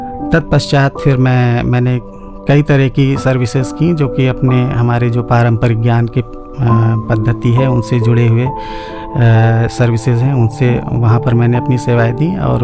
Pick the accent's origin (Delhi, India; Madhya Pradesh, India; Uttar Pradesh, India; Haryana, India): Uttar Pradesh, India; Lucknow district; born there; मेरा जन्म लखनऊ जनपद में हुआ था। मेरे पिताजी वहाँ पर सेवा में थे, वो भी शिक्षक थे, और मेरा जन्म लखनऊ के ही एक गांव में हुआ था।